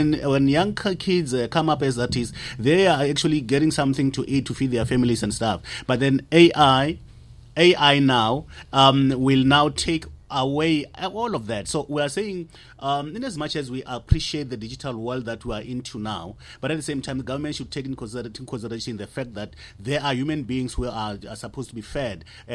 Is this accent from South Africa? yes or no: yes; Bushbuckridge, Mpumalanga, South Africa; I'm Shangan in the first place. I'm from Bushbuck Ridge, not far away from here in Puma and in Mozambique. Mm-hmm. There's a lot of Mozambican people from where I come from.